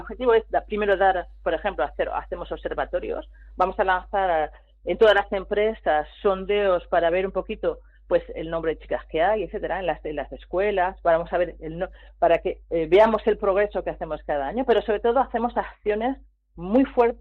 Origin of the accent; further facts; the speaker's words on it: Spain; now in France; Soy española